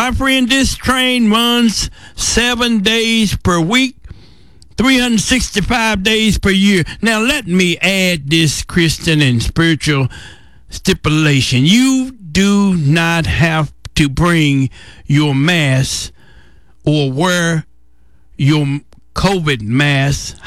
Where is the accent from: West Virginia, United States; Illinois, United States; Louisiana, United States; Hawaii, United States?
West Virginia, United States; Gilliam; now in Upland, United States; I was born on July the 4th, 1957, and all during my childhood and my youth years, I could hear the train horn and the train whistle coming through Algoma, Rolfe, Gillum Bottom, and my hometown of Gillum, West Virginia, right here in McDowell County.